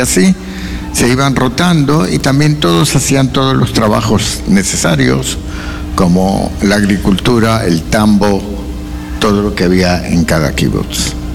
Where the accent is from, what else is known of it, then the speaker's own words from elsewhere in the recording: Argentina; now in Israel; Yo como argentino, en el medio.